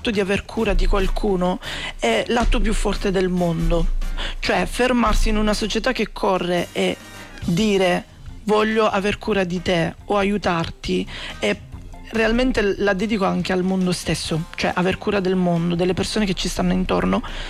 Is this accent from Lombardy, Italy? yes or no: no; Sicily, Italy; now in northern Italy; vivendo fuori dalla mia terra, la Sicilia, sono nato in una delle province più a sud d'Italia e vivo in una di quelle più a nord, questa cosa è assurda, e sono lontano dalla mia famiglia